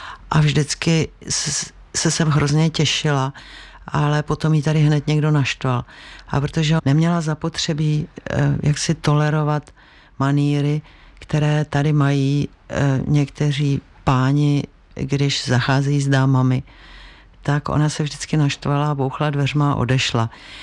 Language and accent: Czech; Prague, Czechia; My jsme vyrůstali v Dejvicích na jednom dvoře.